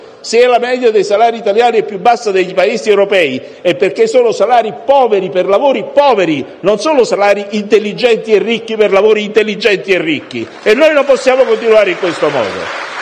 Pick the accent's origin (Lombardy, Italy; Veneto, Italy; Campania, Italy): Campania, Italy; Naples; Vengo da Napoli